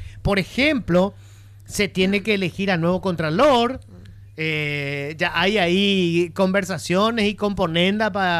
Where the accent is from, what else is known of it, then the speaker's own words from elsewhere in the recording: Paraguay; los paraguayos no somos así